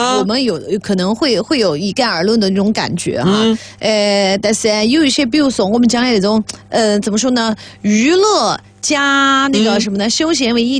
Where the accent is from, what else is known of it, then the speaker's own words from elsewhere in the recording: Sichuan, China; 作为我们四川人噶，这个川菜这个凉拌菜当中有一道菜